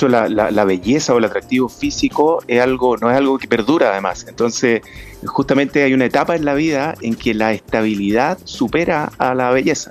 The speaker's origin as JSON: {"language": "Spanish", "country": "Chile", "said": "nosotros los chilenos"}